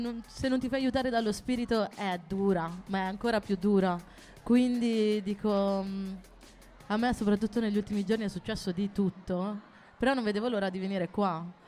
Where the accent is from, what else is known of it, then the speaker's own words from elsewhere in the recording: Milan, Lombardy, Italy; sono di Milano Nord, siamo a Milano Sud, mi trovo bene.